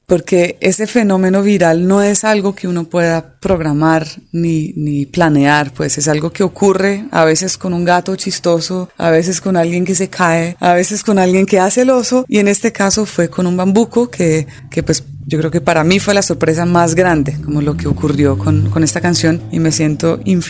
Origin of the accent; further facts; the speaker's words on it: Colombia; also born or lived in Ireland; me aprobaron la nacionalidad colombiana, cosa que me tiene muy feliz. Pero bueno, más allá de esas formalidades, pues crecí en Colombia desde los 2 años de edad y crecí en el campo de Colombia